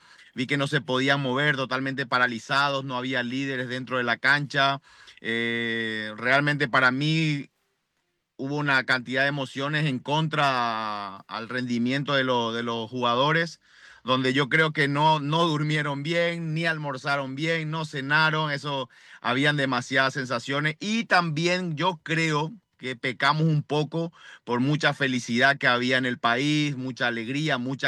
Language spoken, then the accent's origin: Spanish; Paraguay; moved away; also born or lived in United States; nací en Estados Unidos, pero sí tengo mi papá uruguayo, pero criado en Paraguay, mal criado en Paraguay, y me siento más paraguayo que otra cosa